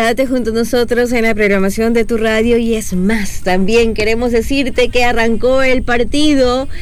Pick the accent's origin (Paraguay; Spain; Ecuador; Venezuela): Ecuador